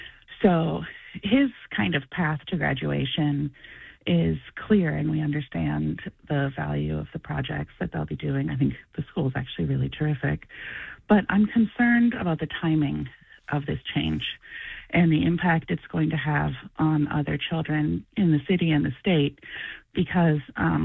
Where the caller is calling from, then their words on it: New York City, New York, United States; I live in Upper Manhattan, and I'm a New York City public school parent.